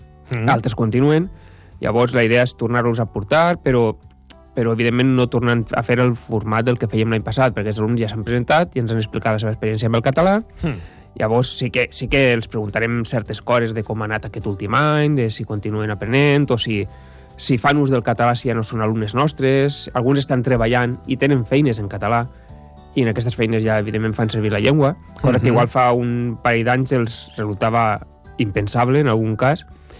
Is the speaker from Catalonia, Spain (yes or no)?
no; Valencian Community, Spain; jo soc valencià, la gent ja ho sap, i tots els meus amics són músics.